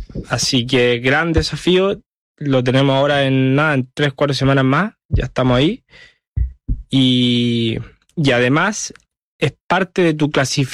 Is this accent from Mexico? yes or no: no; Chile; now in Spain; Sí, soy chileno y.